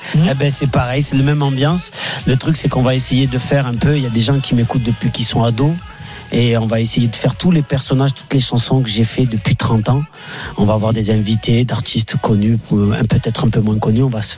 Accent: Marseille, Provence-Alpes-Côte d'Azur, France; Moi, je suis un Marseillais.

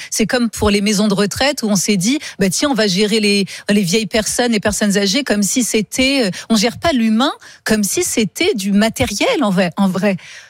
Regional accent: Poitiers, Nouvelle-Aquitaine, France; now in Paris, France; moi, j'ai grandi à Poitiers

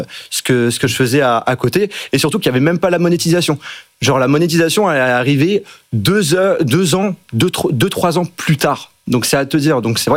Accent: Strasbourg, Grand Est, France; now in Lyon, France; à Lyon, mais sinon de base, je suis alsacien, strasbourgeois.

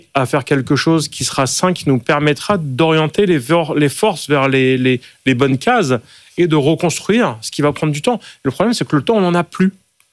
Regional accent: Sarcelles, Île-de-France, France; born or raised there; also born or lived in Cergy-Pontoise

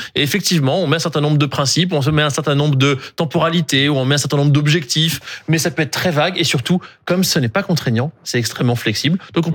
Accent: France; chez nous en France

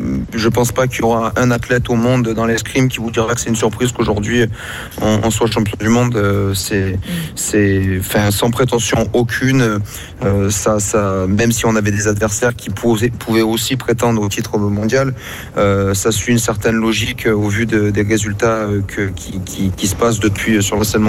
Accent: Marseille, Provence-Alpes-Côte d'Azur, France; c'est en réalité nous sommes originaires de Marseille

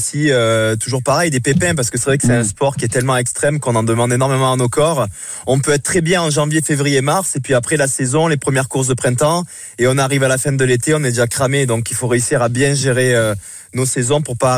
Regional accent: Cavaillon, Provence-Alpes-Côte d'Azur, France; born or raised there

